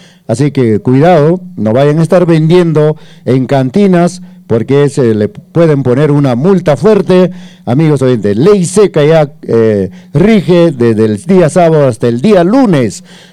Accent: Peru; nosotros como peruanos tenemos que respetar el voto de la mayoría.

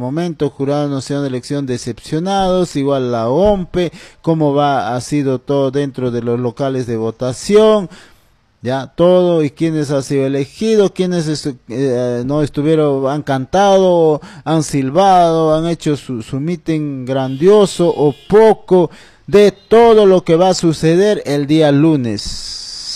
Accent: Junín, Peru; also born or lived in Tambillo, Ricrán district, Jauja province, Junín; este es mi pueblo querido, añorado. Centro Poblado de Unión Autiqui, mi pueblo donde me vio crecer. Desde el año 1978. Muy niño, ahí me he formado. Como ciudadano, como joven, estudiante, en adolescencia, ahí he pasado.

